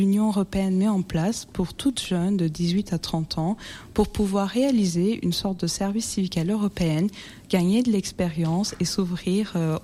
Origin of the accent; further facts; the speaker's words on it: Turkey; now in France; je suis d'origine turque et je considère que nous les Turcs, on est en Eurasie, donc on fait le pont entre l'Europe et l'Asie. Et je peux dire que je suis aussi européenne parce que je vis en France depuis actuellement 10 ans